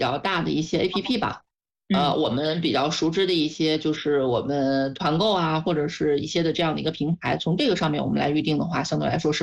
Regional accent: Shijiazhuang, Hebei, China; 我们石家庄人的城市后花园。

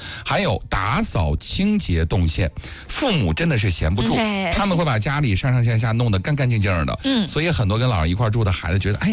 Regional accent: China

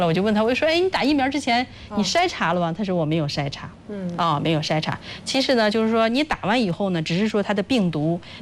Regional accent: China

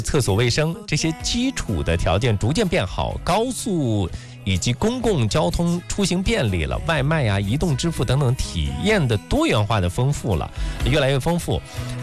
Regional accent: China; 这些都是我们中国人的平常的生活

